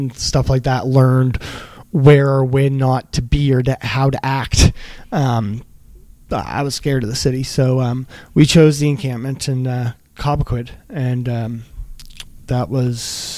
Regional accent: Mount Uniacke, Nova Scotia, Canada; So I chose to go to Mount Uniac. I grew up in Mount Uniac. I knew the area.

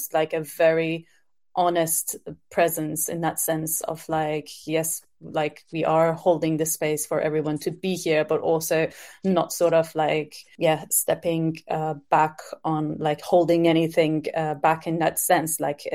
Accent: Iran; moved away; growing up in Iran

